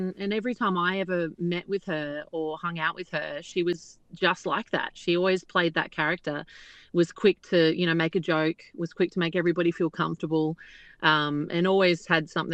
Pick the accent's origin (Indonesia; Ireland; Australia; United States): Australia; my hometown here in Australia